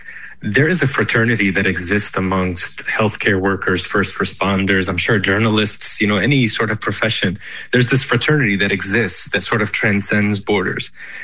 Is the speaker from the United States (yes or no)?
yes; Chicago, Illinois, United States; born there; Because I was born in Chicago. I'm able to leave this war zone.